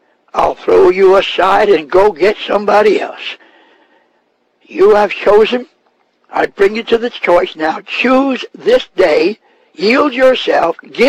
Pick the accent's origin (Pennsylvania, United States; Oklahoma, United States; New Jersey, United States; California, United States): Pennsylvania, United States; Bethlehem; I was back in my home where I was born and raised on Fire Lane in Bethlehem, Pennsylvania. That's where I lived. I was born there. And that's where I was living at that time in my mother and father's home where I was raised at.